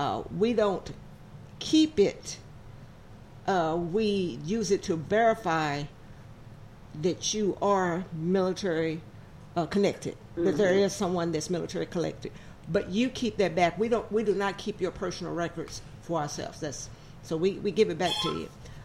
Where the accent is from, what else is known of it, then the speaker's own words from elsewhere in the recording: Arkansas, United States; moved away as an adult; now in Little Rock, United States; I grew up in Northeast Arkansas, but I left Arkansas when I was about 21, and I didn't come back to 2012. So I spent like 30 years plus away.